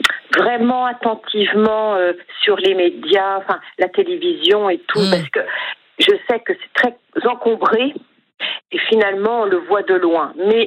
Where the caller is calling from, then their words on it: Sèvres, Île-de-France, France; De Sèvres.